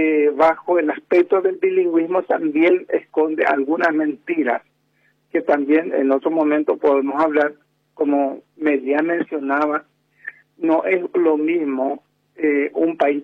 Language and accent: Spanish; Paraguay; sí podemos decir verdaderamente que somos país bilingüe.